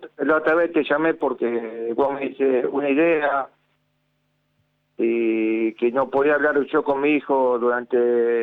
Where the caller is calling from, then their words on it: Rosario, Santa Fe, Argentina; de Rosario.